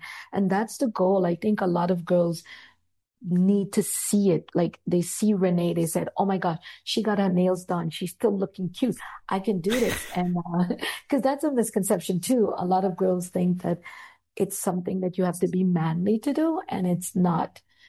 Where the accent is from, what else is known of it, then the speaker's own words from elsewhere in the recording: Trinidad & Tobago; So growing up in Trinidad and Tobago, everybody, including me, most people want to be a barrister